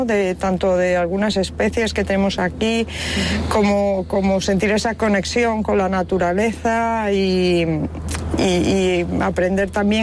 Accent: Baiona, Galicia, Spain; Yo soy de Bayona, entonces hay aquí como muchos condicionantes que confluyen en el mural.

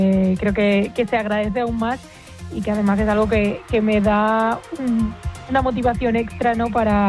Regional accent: Badajoz, Extremadura, Spain; sobre todo eso de mi tierra, de Extremadura

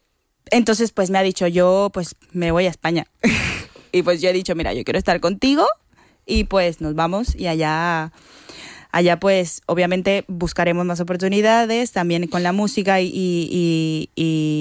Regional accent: Barranquilla, Atlántico, Colombia; moved away as an adult; now in Spain; toda la música de mi tierra, del Caribe colombiano, porque yo soy de Barranquilla, el Caribe colombiano.

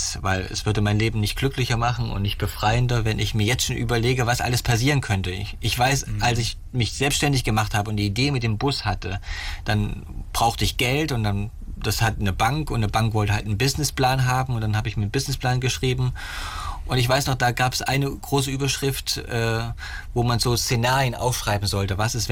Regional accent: North Rhine-Westphalia, Germany; so dass ich Oktober wieder in meiner alten Heimat bin, im Münsterland.

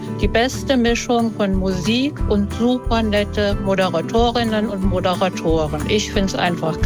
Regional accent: Fritzlar, Hesse, Germany; Natürlich Fritzlar, wo ich geboren bin und auch wohne und lebe. Ist eine wunderbare Stadt.

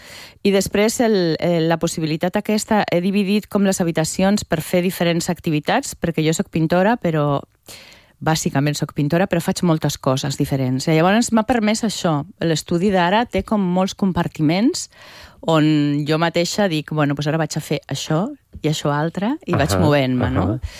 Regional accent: Zaragoza, Aragon, Spain; moved away as an adult; now in Catalonia, Spain; jo vaig venir a estudiar a Barcelona, soc de Saragossa, vaig venir a estudiar a Barcelona perquè a Saragossa encara no hi ha Facultat de Belles Arts, vale? Jo vaig venir fa molts anys i ja em vaig quedar a Catalunya a viure.

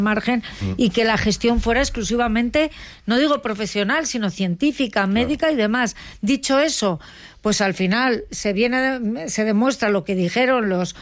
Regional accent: Community of Madrid, Spain; born there; Ahí nací yo, en el Gómez Ulla, sí, claro.

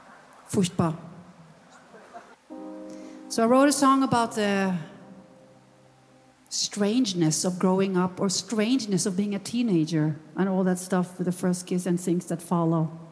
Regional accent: Lier, Flanders, Belgium; Growing up in Lier was okay, apart from the fact that I got my first kiss in Lier. Nobody in Lier knows how to kiss anyone.

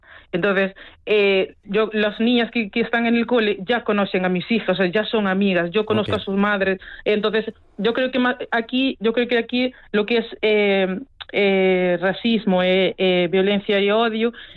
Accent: Cape Verde; now in Burela, Spain; nosotros, que somos de allí, cuando vamos, salimos de Burela en autobús, vamos a Portugal, de Portugal cogemos un vuelo de puerto a Lisboa, Lisboa a Cabo Verde

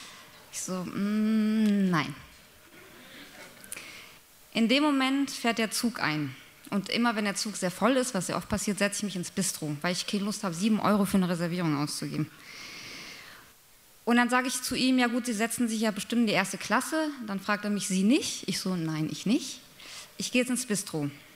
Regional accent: Baden-Württemberg, Germany; Ich besuchte im Juli meine Heimatstadt. Ich komme aus einem kleinen schwäbischen Städtchen.

